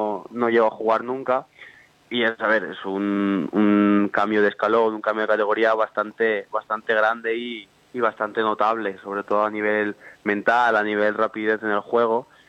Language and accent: Spanish; Cocentaina, Valencian Community, Spain; now in Alcoy, Spain; yo soy de Cocentaina. De concentrar y sí, yo estoy en Alcoy y a ver, es casi lo mismo, es decir, lo hago casi todo allí, es decir, estudio allí, juego a hockey allí.